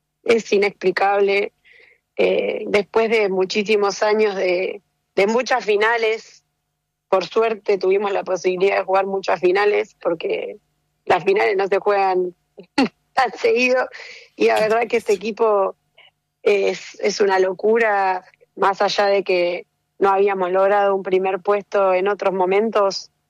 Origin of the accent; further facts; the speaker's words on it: Argentina; en Argentina tenemos un semillero de increíbles jugadoras